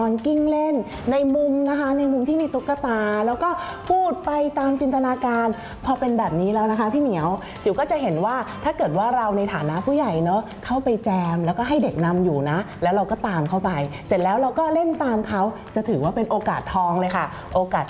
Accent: Bangkok, Thailand; เองนะคะเกิดและเติบโตในกรุงเทพเนาะบ้านก็เป็นบ้านตึกแถวเราก็ชอบเล่นมากๆเลย

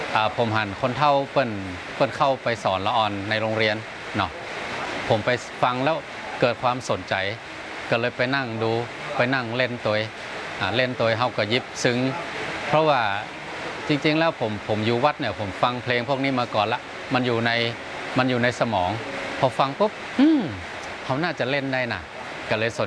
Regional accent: Sukhothai, Thailand; พื้นเพเดิมเนี่ยผมเป็นคนสุโขทัยครับ

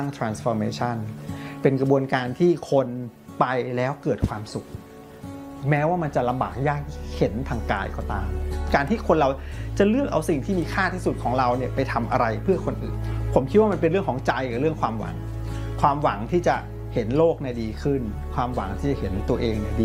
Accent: Bangkok, Thailand; born or raised there

